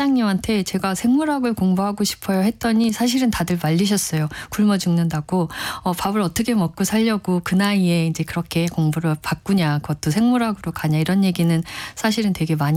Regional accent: Seoul, South Korea; 제가 이제 집이 이제 본가가 서울인데요.

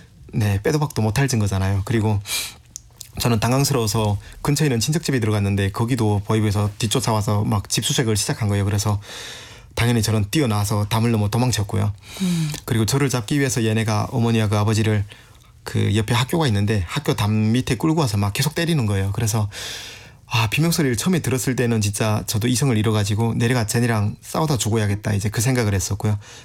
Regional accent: North Korea; now in South Korea; 내가 다시 탈북해서 바로 압록강을 건너서 중국으로 해서 한국에 와서

